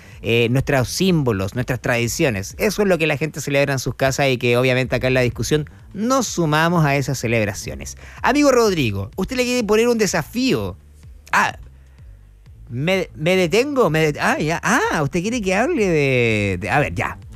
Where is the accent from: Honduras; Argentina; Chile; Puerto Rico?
Chile; somos distintos, por eso somos chilenos y por eso nos gusta ser chilenos, porque le damos vuelta ahí a las cosas.